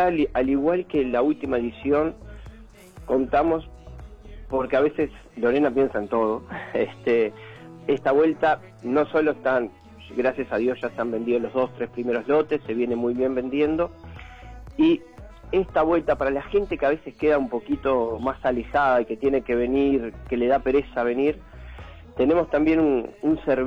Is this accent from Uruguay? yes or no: yes; Atlántida, Canelones, Uruguay; porque somos de Atlántida